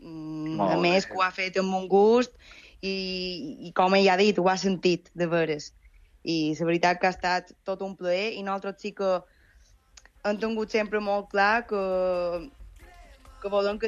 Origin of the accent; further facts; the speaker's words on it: Porreres, Balearic Islands, Spain; Som de Porreres i sí, la vida en Espinal és en el mateix lloc, però els anys són els que són.